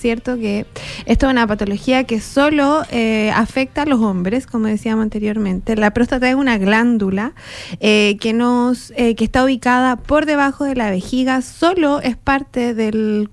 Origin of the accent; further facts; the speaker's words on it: Santiago, Santiago Metropolitan Region, Chile; moved away; en Santiago, bueno, yo soy de Santiago.